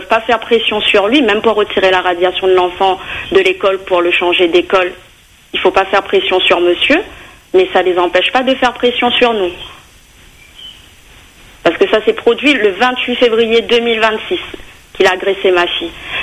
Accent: Réunion, France; Mais comme j'ai dit, on est réunionnais, on est sur notre terre.

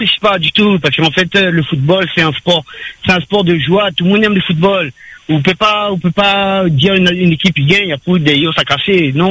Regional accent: Paris, Île-de-France, France; Et voilà, moi, je suis content, je suis parisien

